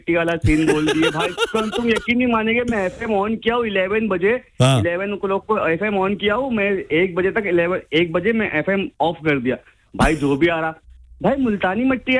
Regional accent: Mumbai, Maharashtra, India; born there; मैं मुंबई में पैदा हुआ हूँ, मेरे घर वाले पैदा हुए, मेरे दादा उधर ही पैदा हुआ

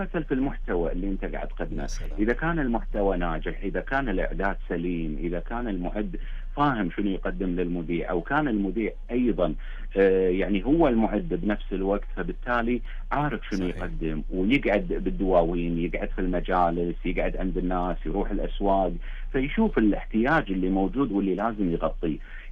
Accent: Kuwait

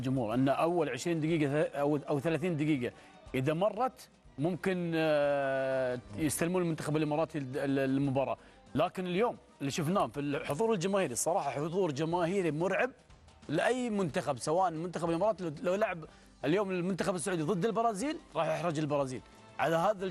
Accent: Qatar; عندنا في قطر

